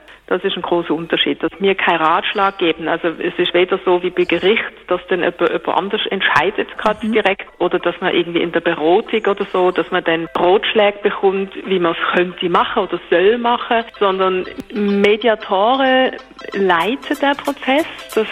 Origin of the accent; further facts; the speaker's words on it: Leipzig, Saxony, Germany; born there; ich bin geboren in Leipzig.